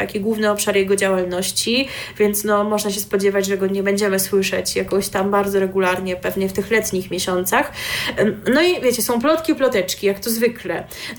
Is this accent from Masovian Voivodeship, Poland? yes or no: no; Pomeranian Voivodeship, Poland; jestem z Pomorza